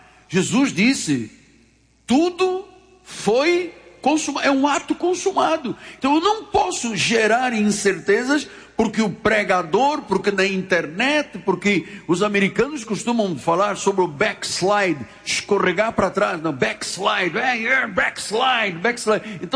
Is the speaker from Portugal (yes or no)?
yes; Portugal; born there; eu estava pregando na minha igreja onde eu nasci, em Portugal, há muitos anos atrás, Assembleia de Deus Neves Ferreira